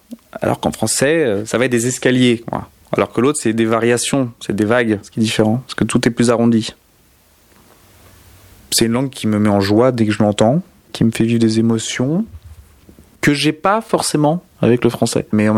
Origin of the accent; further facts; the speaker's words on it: Portugal; Et donc, ce n'est pas forcément une fierté de dire qu'on est portugais.